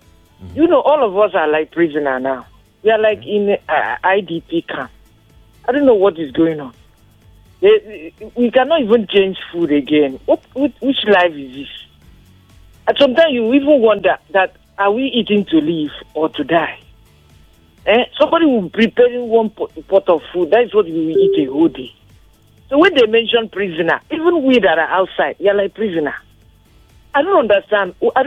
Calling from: Ikorodu, Lagos, Nigeria; I'm calling you from Ikorodu.

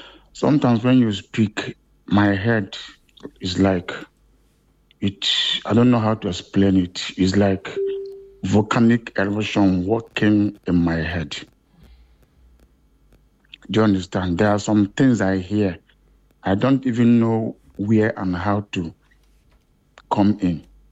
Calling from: United Kingdom; I'm calling for United Kingdom.

